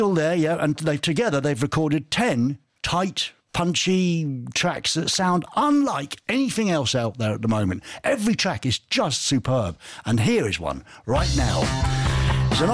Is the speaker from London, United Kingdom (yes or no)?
no; Glasgow, Scotland, United Kingdom; because I'm from Glasgow